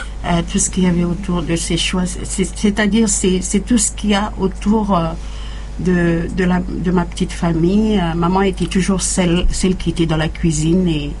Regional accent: Vao, Malampa, Vanuatu; now in Port Vila, Vanuatu; Donc, je viens de Malicolo-sur-Vao.

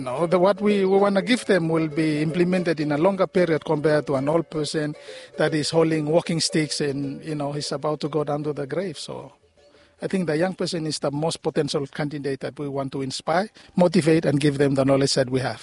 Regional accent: Vanualava, Torba, Vanuatu; Okay, I'm from Vanualava

